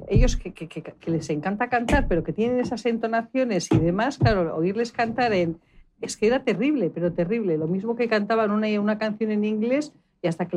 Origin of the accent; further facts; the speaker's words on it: Bilbao, Basque Country, Spain; yo soy de Indochi y me fui a vivir al Casco Viejo.